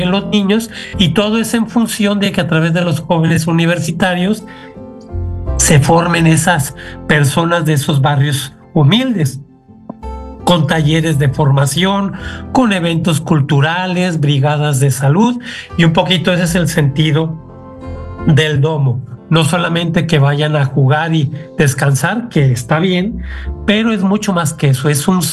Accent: Mexico; moved away as an adult; also born or lived in Ecuador; now in Cancún, Mexico; Por cuestiones de la vida, pues vine a México, yo soy mexicano, y entonces, pues un problema de salud, entonces ya me quedé acá.

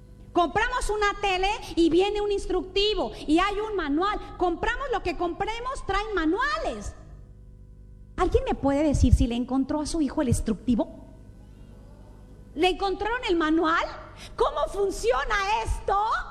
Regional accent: Mexico; moved away

